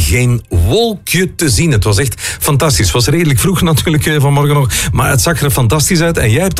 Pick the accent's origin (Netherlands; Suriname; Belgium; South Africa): Belgium; Flanders; als Vlamingen